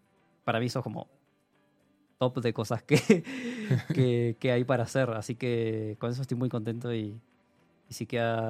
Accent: San Carlos de Bariloche, Río Negro, Argentina; also born or lived in La Plata; yo vengo de San Carlos de Bariloche, que queda como al sur, pero no tan sur de Argentina. Bueno, nací ahí. Después de unos años estudié en La Plata

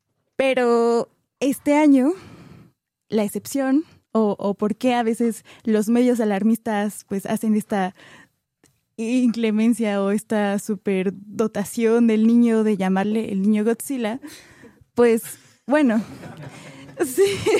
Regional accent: Mexico

